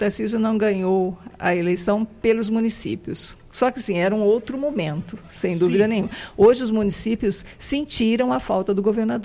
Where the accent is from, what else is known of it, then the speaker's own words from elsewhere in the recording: Cordeirópolis, São Paulo, Brazil; que eu sou de Cordeirópolis, e Cordeirópolis precisa de ajuda.